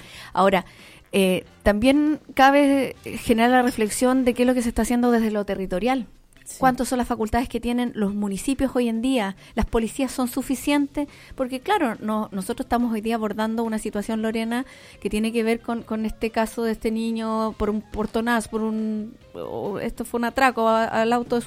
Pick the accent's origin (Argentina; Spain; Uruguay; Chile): Chile; Romeral, Maule; antes cuando uno decía, yo soy de Romeral, tú también vives en el campo aquí en Curicó